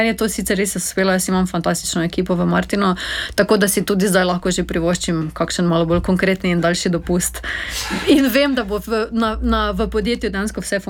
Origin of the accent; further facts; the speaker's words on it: Maribor, Drava, Slovenia; Jaz sem sama Mariborčanka, živim v centru mesta